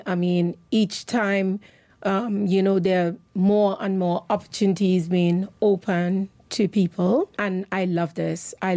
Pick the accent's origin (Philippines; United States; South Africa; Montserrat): Montserrat; moved away